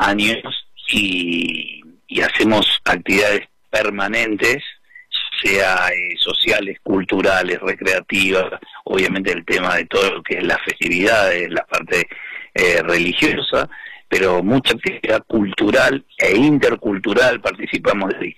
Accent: Argentina; nos debemos como argentinos

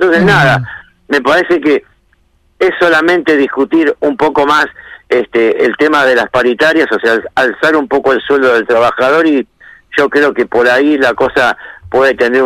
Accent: Argentina; como argentino nunca dejamos de ser optimistas

